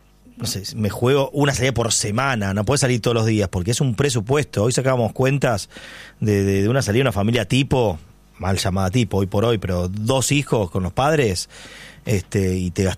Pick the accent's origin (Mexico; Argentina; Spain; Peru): Argentina; somos hijos de españoles.